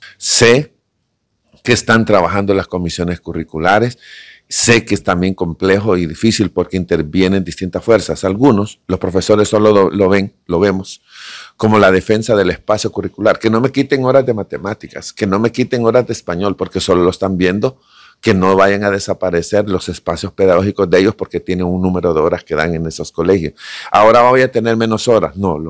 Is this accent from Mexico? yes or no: no; Honduras